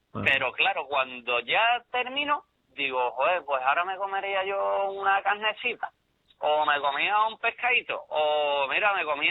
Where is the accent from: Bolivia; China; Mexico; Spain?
Spain; Cádiz, Andalusia; Cádiz, mi Cádiz, que yo soy de Cádiz